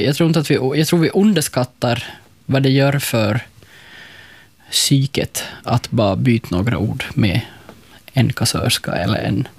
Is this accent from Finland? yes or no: yes; Finland; Som finländare